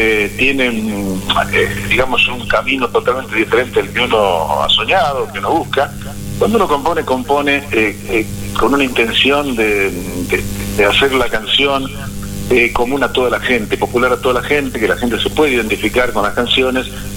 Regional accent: Jujuy, Argentina; moved away as an adult; yo hablo mucho de Jujuy porque soy de Jujuy y porque vivo en Jujuy en realidad. Volví a Jujuy después de mucho tiempo de andar por todos lados

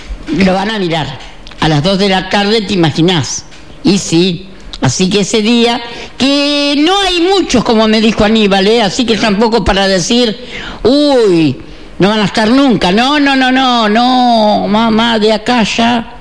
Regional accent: Argentina; vamos a tener como argentinos, como no, la curiosidad de mirarlo.

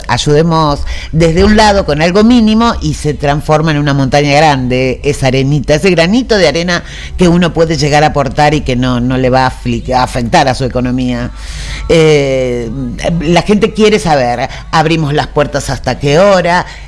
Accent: Arocena, Santa Fe, Argentina; también tenemos gente de Arocena, de mi pueblo, claro.

